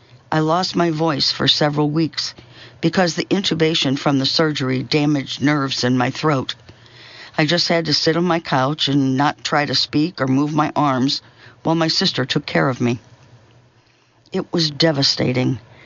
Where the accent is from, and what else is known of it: Connecticut, United States; born or raised there